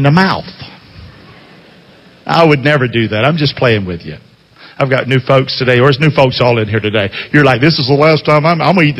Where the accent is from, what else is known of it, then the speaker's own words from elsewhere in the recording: the Carolinas, United States; See, I'm from there. I'm from Carolina. He ain't.